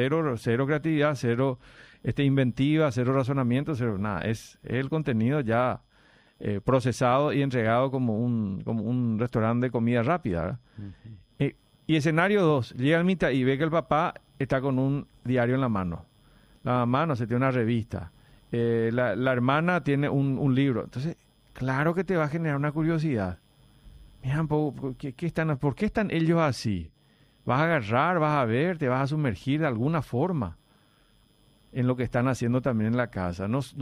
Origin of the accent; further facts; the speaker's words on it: Argentina; moved away; Cuando vinimos de Argentina, mi hermano le corregía a la profesora de matemáticas y física, que solo copiaba de un cuaderno amarillo los problemas, y sin ese cuaderno no hacía nada.